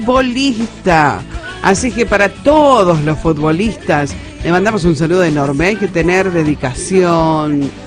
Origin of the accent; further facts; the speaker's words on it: Argentina; que amamos tanto los argentinos